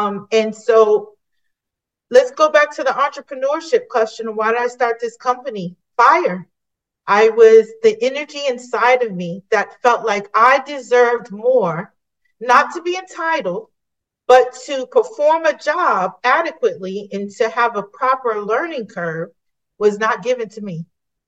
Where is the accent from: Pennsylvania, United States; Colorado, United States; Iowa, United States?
Colorado, United States; moved away; also born or lived in New Jersey; I'm from Colorado. I came here from New Jersey